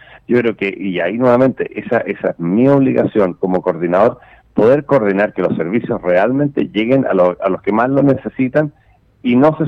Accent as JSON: {"language": "Spanish", "country": "Chile", "said": "todos nosotros como chilenos"}